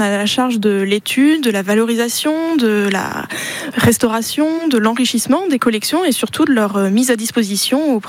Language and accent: French; Normandy, France; also born or lived in Paris; now in Orléans, France; j'arrive de Paris, mais sinon je suis normande.